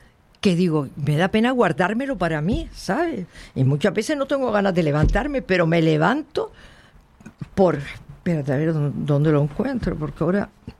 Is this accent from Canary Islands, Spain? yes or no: yes; Las Palmas, Canary Islands, Spain; also born or lived in Santa Brígida; yo por ejemplo nací en Las Palmas, pero mis padres se pasaban 6 meses en Las Palmas y 6 meses en el Monte Lentiscal, en Santa Brígida.